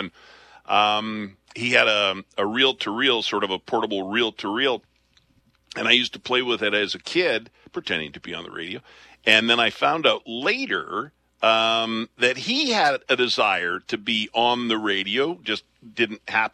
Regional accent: Picture Butte, Alberta, Canada; also born or lived in Lethbridge; But Picture Butte is where I was born in Lethbridge, grew up, raised in Picture Butte. First 5 or 6 years of my life, I was on a sugar beet farm.

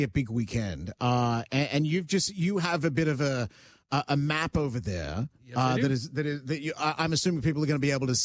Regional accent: Australia; I grew up in Australia in a very Greek city, so I know this is just part of the culture

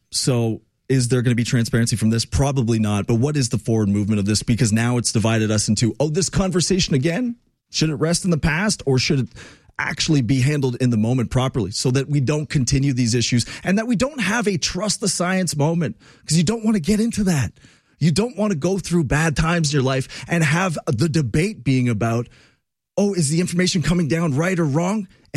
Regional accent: Canada; as far as I'm concerned as a Canadian, to think about the American idea of patriotism

